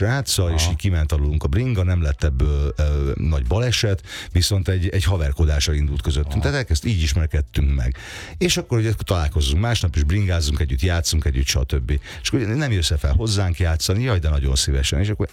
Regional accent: Budapest, Hungary; én a Városmajor környékén nőttem föl, ott voltam 10 éves kisfiú is

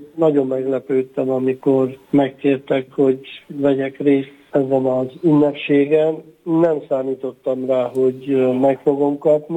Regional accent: Békés, Hungary; Örülök neki, hogy románnak születtem, édesapám és édesanyám is mékeléki román volt, én is annak vallom magam. Nagyon sokan ismernek engem, főleg Gyulán

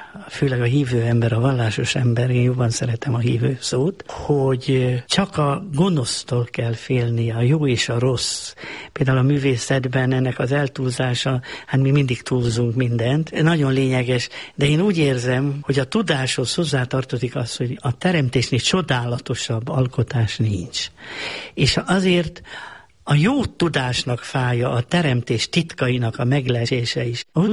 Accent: Kunágota, Békés, Hungary; Én háromszor születtem, három szinten. Testben Kunágotán, a drága anyaföldet, ott ismertem meg, ott szerettem meg.

